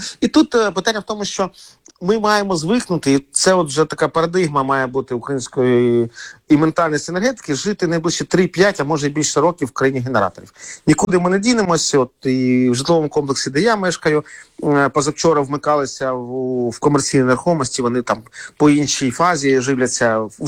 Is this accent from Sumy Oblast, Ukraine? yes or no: no; Kharkiv, Kharkiv Oblast, Ukraine; Якщо будемо говорити про мій рідний Харків